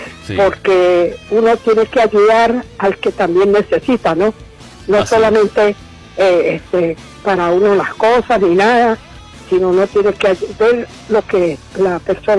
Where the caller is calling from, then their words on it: San Cristóbal, Táchira, Venezuela; De Pueblo Nuevo … Cerca del estadio.